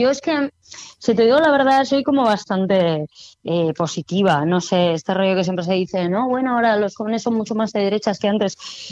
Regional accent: Basque Country, Spain; Pues mientras que aquí tenemos en Euskal Herria ¿sabes? O sea, en mi país tenemos nuestro pequeño ámbito cultural

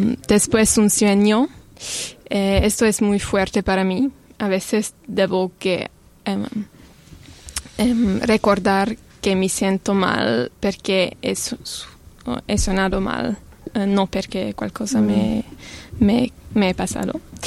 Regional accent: Switzerland; Spanish is a second language; yo soy de la Suiza y no hablo muy bien el español

